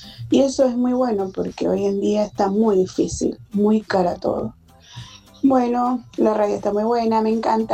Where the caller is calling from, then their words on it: Merlo, Buenos Aires Province, Argentina; de Merlo.